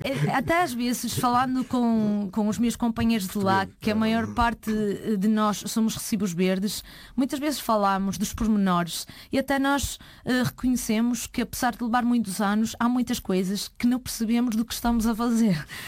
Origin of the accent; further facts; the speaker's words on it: Arzúa, Galicia, Spain; now in Portugal; Eu sou da Arsua, que fica muito perto de Santiago de Compostela.